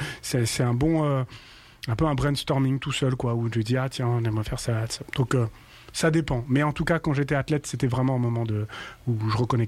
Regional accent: France; J'ai grandi en France et puis rêvé d'être footballeur

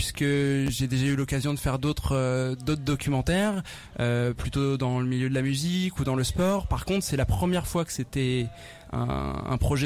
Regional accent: Cormeray, Centre-Val de Loire, France; moved away; also born or lived in Blois; Alors, moi j'ai grandi à Cormeray, mais en fait Blois, ça a été la ville dans laquelle j'ai fait toute ma scolarité. Donc en fait, toute ma vie, j'ai été aux alentours de la Loire

